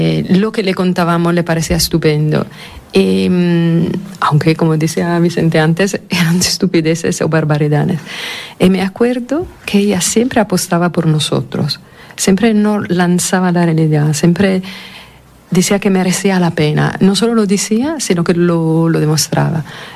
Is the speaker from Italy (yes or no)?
yes; Italy; now in Tenerife, Spain; Pues yo vengo de Italia